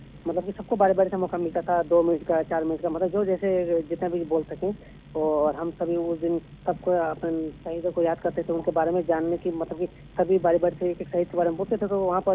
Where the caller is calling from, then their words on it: Tripura, India; मैं north east से त्रिपुरा से बोल रहा हूँ।